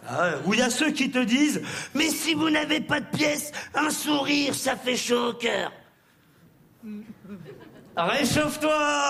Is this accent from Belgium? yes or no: no; Paris, Île-de-France, France; Donc je vous disais, je suis de Paris, moi je joue actuellement mon spectacle à Pigalle.